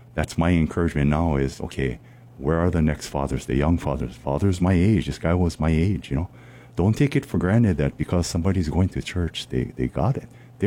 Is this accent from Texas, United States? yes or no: no; Kailua, Hawaii, United States; growing up in Kailua